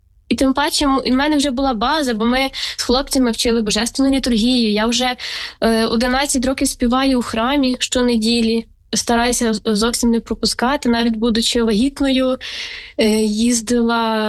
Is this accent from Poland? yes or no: no; Khmelnytskyi Oblast, Ukraine; На жаль, з маличку чомусь, я з Хмельниччини родом, ходили ми на свята